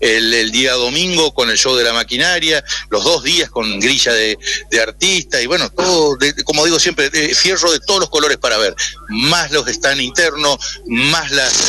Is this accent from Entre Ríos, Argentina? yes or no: yes; María Grande, Entre Ríos, Argentina; para los que somos de María Grande